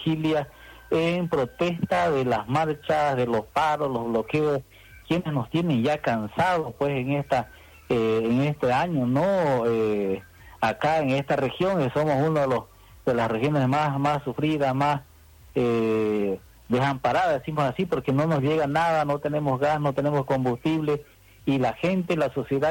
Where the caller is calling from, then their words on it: San Buenaventura, La Paz, Bolivia; yo estoy en San Buenaventura, somos de San Buenaventura